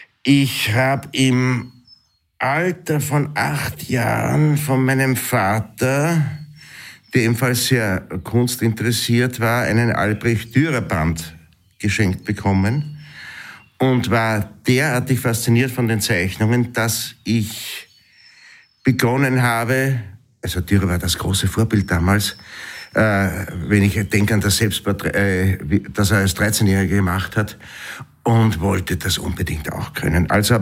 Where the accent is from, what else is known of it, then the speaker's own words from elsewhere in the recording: Schärding, Upper Austria, Austria; moved away as an adult; also born or lived in Gmunden; das wurde ja schon bereits erwähnt. Ich wurde 1962 in Scherding am Inn geboren, also sehr weit weg vom Burgenland. War 9 Jahre Scherding, Volksschule und so weiter.